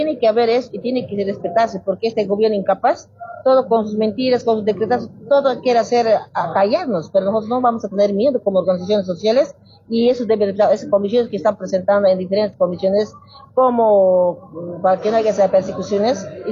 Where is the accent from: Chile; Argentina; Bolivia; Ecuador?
Bolivia